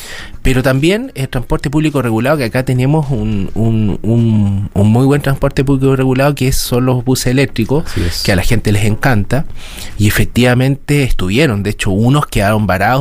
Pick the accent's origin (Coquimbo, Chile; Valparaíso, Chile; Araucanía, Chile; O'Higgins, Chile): Coquimbo, Chile; Punitaqui; also born or lived in Ovalle; Soy abellino, pero me crié en Punitaqui. Tuve unos años muy lindos en Punitaqui.